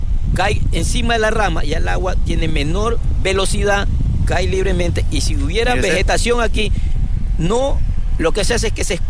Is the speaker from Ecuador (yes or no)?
yes; Ecuador; Sí, mi corazón siempre va a ser que nosotros como ecuatorianos vamos a clasificar, vamos a pasar la fase